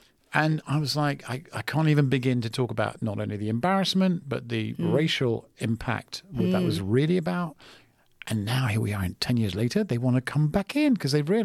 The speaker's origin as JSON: {"language": "English", "region": "London", "country": "United Kingdom", "tie": "born or raised there", "moved": "yes", "said": "in England, where I grew up in London"}